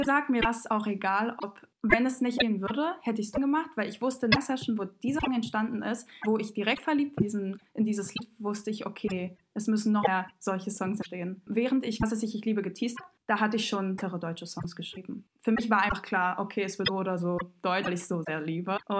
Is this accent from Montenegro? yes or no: yes; Montenegro; Wir kommen aus Montenegro.